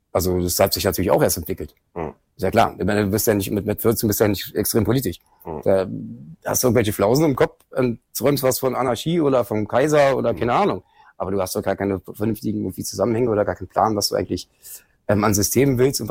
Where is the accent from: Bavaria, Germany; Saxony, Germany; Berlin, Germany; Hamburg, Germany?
Berlin, Germany; Nee, geboren in Schöneberg, groß geworden in Großberg.